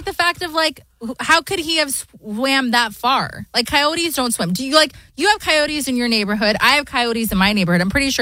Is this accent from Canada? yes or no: no; California, United States; Yeah, I'm not from NorCal. So I'm okay that I don't need to say that I'm from NorCal. I'm from SoCal, thank God.